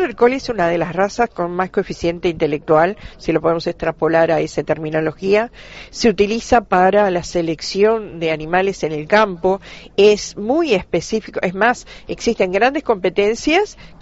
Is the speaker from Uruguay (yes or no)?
yes; Uruguay; el trabajo que nosotros realizamos, digo nosotros como los uruguayos